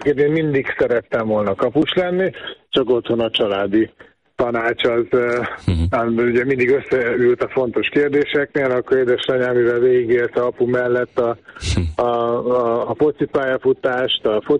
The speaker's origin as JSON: {"language": "Hungarian", "region": "Budapest", "country": "Hungary", "tie": "born there", "said": "akikkel felnőttem, tehát a Telek Andrisékkal, ugye együtt a Népligetben nevelkedtünk"}